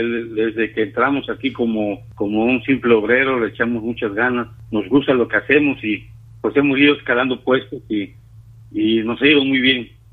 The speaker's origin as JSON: {"language": "Spanish", "town": "León", "region": "Guanajuato", "country": "Mexico", "tie": "born there"}